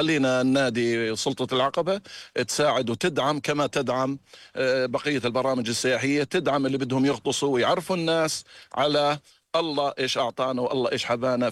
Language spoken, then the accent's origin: Arabic; Jordan